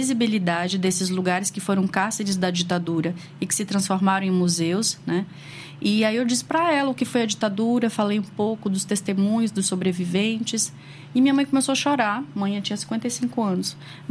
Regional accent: Paraíba, Brazil; moved away as an adult; also born or lived in Rio Grande do Sul / São Paulo; Porque eu saí da Paraíba, fui fazer mestrado no interior do Rio Grande do Sul, depois doutorado em São Paulo, saí rodando.

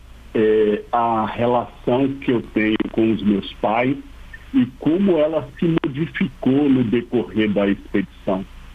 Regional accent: Brazil; born there; moved away; como todo brasileiro que é do interior e que às vezes tem que fazer a vida, você tem que emigrar, né?

